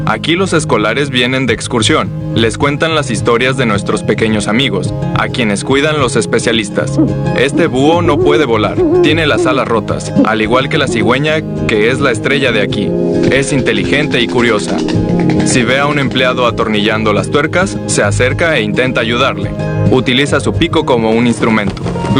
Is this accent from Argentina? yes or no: no; Kozelsk, Kaluga Oblast, Russia; Aquí todo es familiar. Toda la gente me conoce y también conoció a mis padres. Es mi tierra natal. Aquí nací